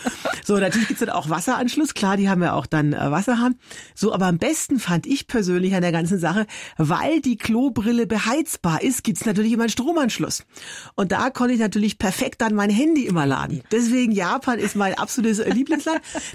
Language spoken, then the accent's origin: German; Forchheim, Bavaria, Germany; Also ich komme ja aus Forchheim, Oberfranken.